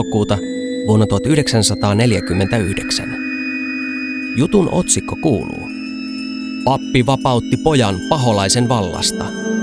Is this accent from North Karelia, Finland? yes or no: no; Kemi, Lapland, Finland; Siellä oli juttu kotikaupungistani Kemistä.